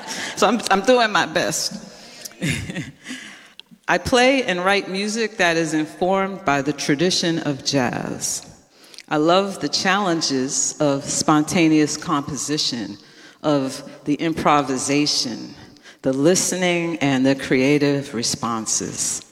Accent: East Coast, United States; While she was from the West Coast and I was from the East Coast, we had things in common.

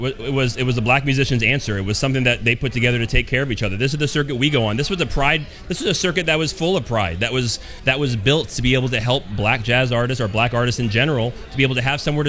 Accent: Florida, United States; because I'm from South Florida, all the way down to the bottom.

